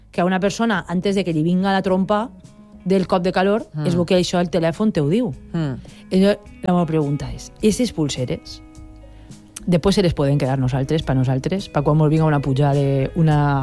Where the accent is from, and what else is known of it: Ontinyent, Valencian Community, Spain; born or raised there